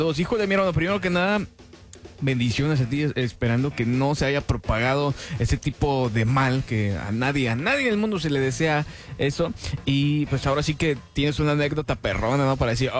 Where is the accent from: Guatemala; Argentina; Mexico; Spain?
Mexico; porque somos mexicanos